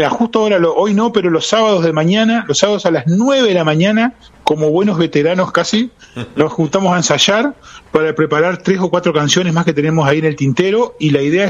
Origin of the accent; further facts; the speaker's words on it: Villa Constitución, Salto, Uruguay; now in Montevideo, Uruguay; ellos vivían en el Dos Naciones, y yo nací en esa de Natal, Uruguay. Pero muy poco tiempo después ya me volví a Villa Constitución, de ahí soy oriundo, digamos, de ahí es mi familia.